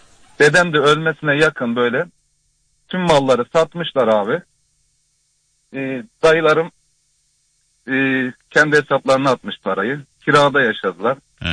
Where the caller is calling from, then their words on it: Istanbul, Turkey; İstanbul Bahçelievler'den.